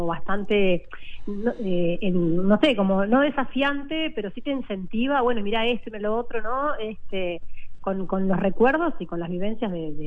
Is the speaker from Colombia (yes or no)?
no; Uruguay; parte de nuestra historia como uruguayos, ¿no? De nuestra cultura